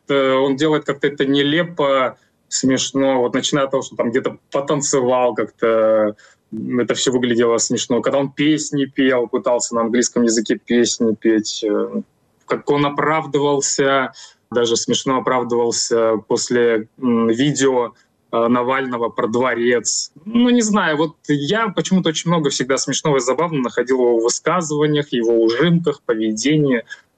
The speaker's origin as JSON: {"language": "Russian", "country": "Russia", "moved": "yes", "said": "потому что я сам россиянин, и я до 25-го года жил в России."}